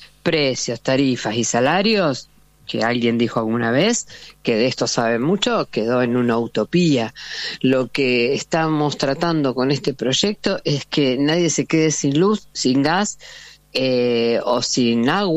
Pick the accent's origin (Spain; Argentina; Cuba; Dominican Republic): Argentina; Pergamino, Buenos Aires Province; yo soy de Pergamino.